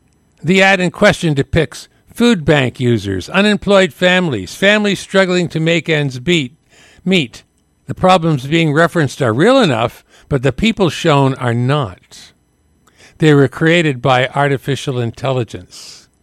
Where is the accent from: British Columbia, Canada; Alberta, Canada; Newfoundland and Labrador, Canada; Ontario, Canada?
British Columbia, Canada; We are Ahusat. We are Kelsmat. We are Yuthluwit'hat. We are not Canadian. We were not born in Canada.